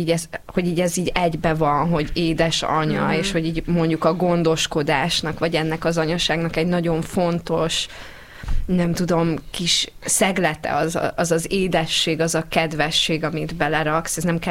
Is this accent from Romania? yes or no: yes; Székely Land, Romania; én Székelyföldön nőttem fel